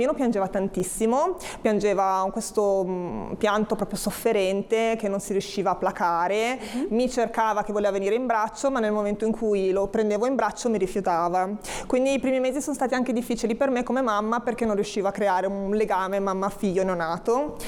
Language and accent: Italian; Genoa, Liguria, Italy; perché noi siamo di San Pier d'Arena, dovremmo andare a Molassana.